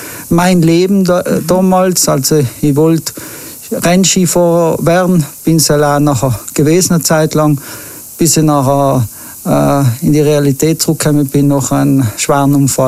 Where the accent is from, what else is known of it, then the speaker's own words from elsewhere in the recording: Martell, Trentino-Alto Adige, Italy; Ich bin im Martell drin aufgewachsen mit meiner Mama.